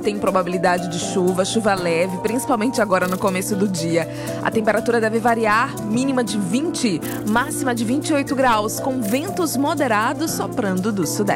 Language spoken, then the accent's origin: Portuguese; Brazil; eu sou brasileira